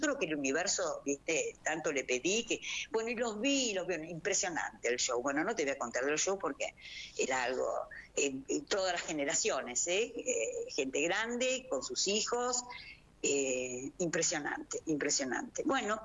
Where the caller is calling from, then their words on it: Lomas de Zamora, Buenos Aires Province, Argentina; Yo vivo en Lomas de Zamora